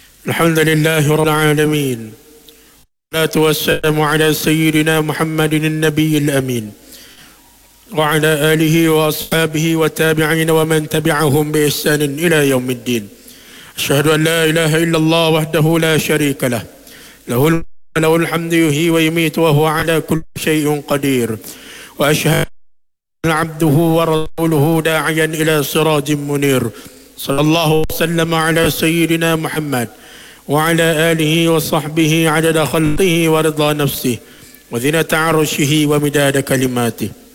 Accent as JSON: {"language": "Arabic", "country": "Malaysia", "said": "بلدنا ماليزيا خصوصا ولاية بولو بينانغ"}